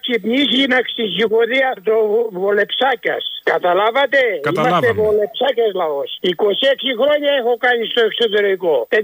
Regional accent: Nafpaktos, Western Greece, Greece; από την Άφπακτο.

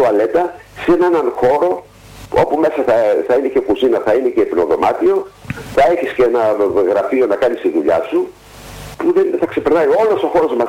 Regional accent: Serres, Central Macedonia, Greece; Γιατί εμένα να με φέρνει από τις Σέρες στην Άξο, από τη στιγμή που στο χωριό μου πηγαίνει κάποιον άλλον

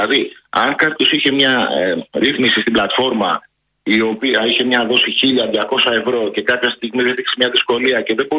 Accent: Kardamyli, Peloponnese, Greece; Σας περιμένω και στο χωριό μου στην Καρδαμίλη, στη Μάνη

